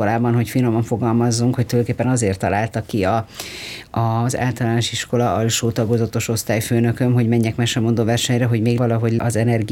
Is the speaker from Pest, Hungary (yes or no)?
no; Hajdúhadház, Hajdú-Bihar, Hungary; én a Hajdúadházon nőttem föl, és a Debreceni Színházban volt bérletünk